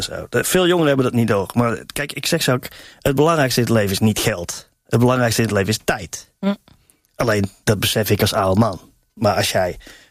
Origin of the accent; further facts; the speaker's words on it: Tilburg, North Brabant, Netherlands; accent: soft g; now in Amsterdam, Netherlands; Ik voel me wel een Amsterdammer. Mijn Tilburger in Amsterdam. Maar maakt mij niet uit hoe ze me noemen. Ik hou ook mijn zachte geetje natuurlijk wel even.